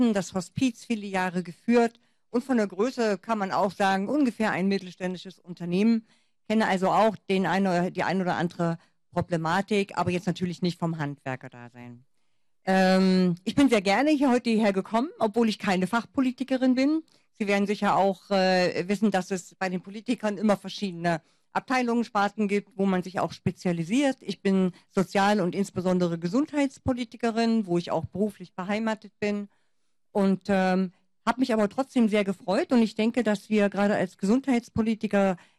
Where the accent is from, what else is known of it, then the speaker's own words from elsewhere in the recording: Dessau, Saxony-Anhalt, Germany; Ich stamme hier aus Dessau